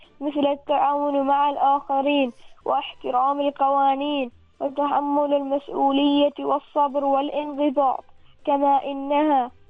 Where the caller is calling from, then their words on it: Rustaq, Al Batinah South, Oman; من الرستاق وادي بني غافر، وتحديدا في قرية يقا